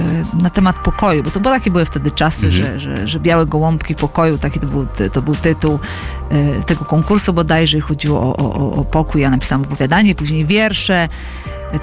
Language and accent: Polish; Pomeranian Voivodeship, Poland; born there; niedaleko tego miejsca zamieszkania, gdzie się urodziłam, to jest na Pomorzu. Piękne miejsce.